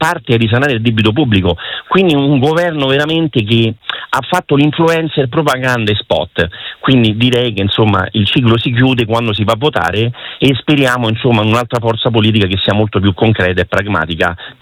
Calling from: Rome, Lazio, Italy; Buonasera

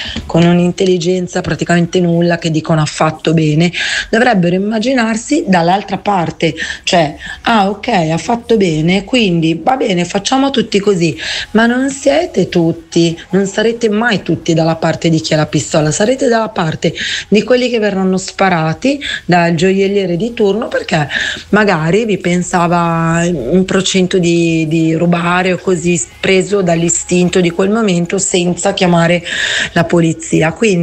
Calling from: Monza, Lombardy, Italy; da Monza.

